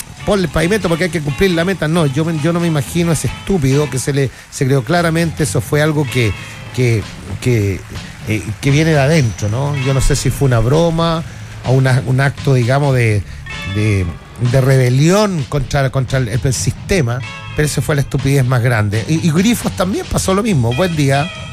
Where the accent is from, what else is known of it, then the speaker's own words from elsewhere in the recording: Chile; y el orgullo que uno siente como chileno.